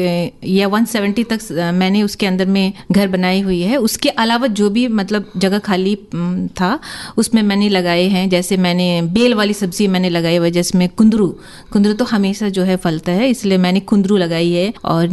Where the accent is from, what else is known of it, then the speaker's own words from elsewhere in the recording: Port Blair, Andaman and Nicobar Islands, India; मैं कामराज नगर की निवासी हूँ